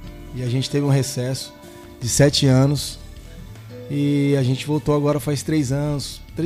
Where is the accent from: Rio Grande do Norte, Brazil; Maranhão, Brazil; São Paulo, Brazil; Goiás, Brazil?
São Paulo, Brazil; a gente é de São Paulo, né? O nosso prefixo.